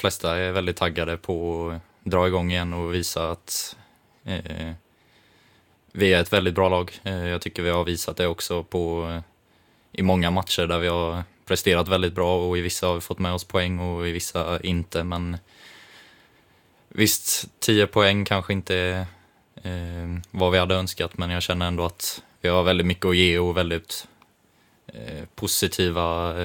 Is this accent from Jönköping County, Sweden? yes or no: yes; Vaggeryd, Jönköping County, Sweden; now in Kalmar, Sweden; Jag var hemma i Vaggeryd hemma hos familjen